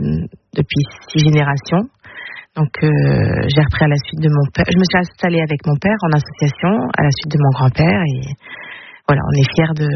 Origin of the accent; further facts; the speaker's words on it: Saint-Amand-les-Eaux, Hauts-de-France, France; born there; Je suis née à Saint-Amand en 1975, et mes parents venaient s'installer à Saint-Amand.